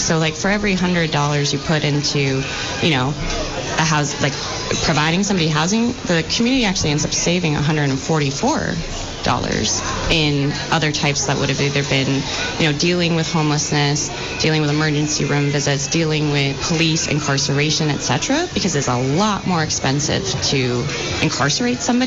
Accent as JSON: {"language": "English", "region": "Vermont", "country": "United States", "tie": "born or raised there", "said": "I think it's sort of coming from growing up in Vermont, of a unique political ideology"}